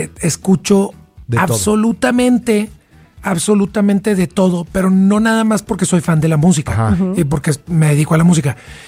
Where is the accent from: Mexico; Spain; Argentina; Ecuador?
Mexico; Monterrey, Nuevo León; somos estos músicos regios que pues, todavía seguimos aportando y queriendo levantar la mano con mucho respeto para decir aquí está México, aquí está el norte de México, aquí está Monterrey.